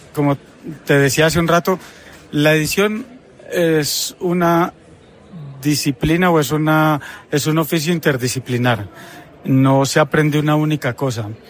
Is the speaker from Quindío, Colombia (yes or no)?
no; Antioquia, Colombia; moved away as an adult; now in Spain; yo soy muy paisa